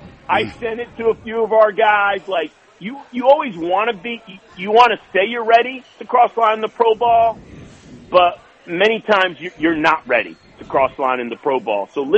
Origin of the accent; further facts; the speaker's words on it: New York, United States; and of course I'm a Knicks fan, Luke, and I grew up in New York, big Knicks fan